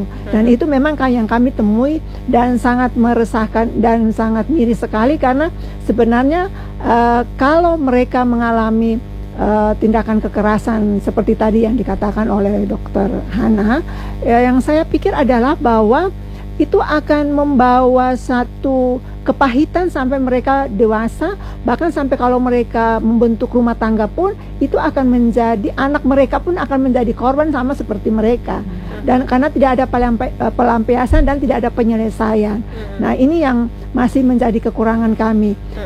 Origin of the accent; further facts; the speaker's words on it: Ambon, Maluku, Indonesia; karena kita kan orang Ambon, kita tahu bagaimana kalau kekerasan verbal itu kan biasanya sampai dengan menyebutkan mereka dengan kata-kata yang sampai binatang seperti itu.